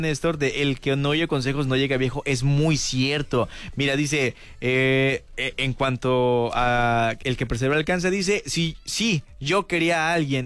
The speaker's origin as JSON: {"language": "Spanish", "town": "Acapulco", "region": "Guerrero", "country": "Mexico", "moved": "yes", "said": "es que donde yo vengo, pues sí, es muy diferente el clima. Y me dice, ¿de dónde vienes? Le digo, de Acapulco."}